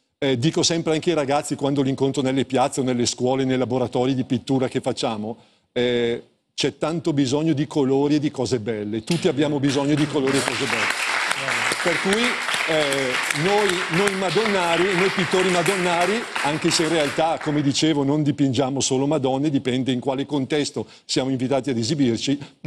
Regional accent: Ponte San Pietro, Lombardy, Italy; vengo da Ponte San Pietro, provincia di Bergamo, sono un bergamasco doc. Ponte San Pietro è un paese vicinissimo alla terra di Papa Giovanni, il nostro amato Papa Giovanni. Io vengo da lì.

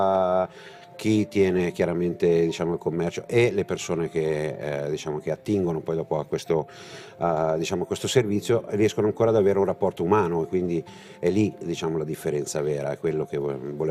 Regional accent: Bergamo, Lombardy, Italy; moved away as an adult; now in Tuscany, Italy; io sono originario di Bergamo, ma per scelta di vita mi sono trasferito in Toscana

